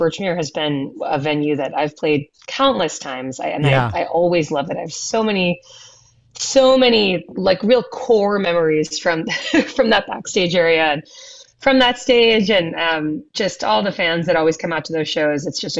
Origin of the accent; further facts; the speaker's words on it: Boston, Massachusetts, United States; I love being up in, you know, my home region of New England. I love being in Massachusetts. I love playing shows in Boston, my hometown.